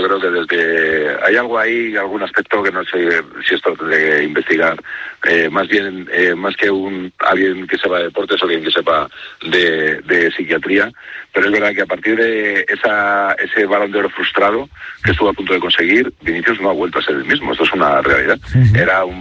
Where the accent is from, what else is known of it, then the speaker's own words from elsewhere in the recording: Spain; Yo soy español por un lado, por lo tanto me decanto por Lamine